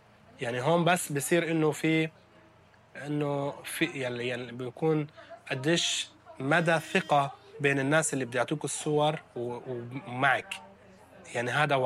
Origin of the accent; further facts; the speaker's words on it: Palestine; now in Lebanon; نحنا بالمخيمات كفلسطينيين